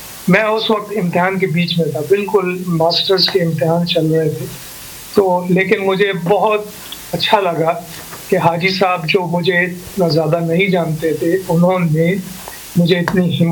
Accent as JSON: {"language": "Urdu", "country": "Pakistan", "said": "تو میں نے کہا جی میں پاکستانی ہوں"}